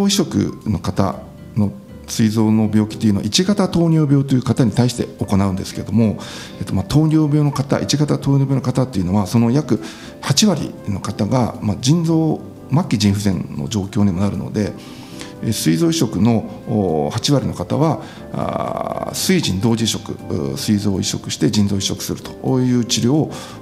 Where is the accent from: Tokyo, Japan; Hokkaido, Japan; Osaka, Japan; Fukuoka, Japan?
Tokyo, Japan; Bunkyo; 出身地は東京で、まあ、文京区というところで、まあ、生まれ育ちました。まあ、文京区というのは後楽園があったり、まあ、東大があったりする場所なんですけども、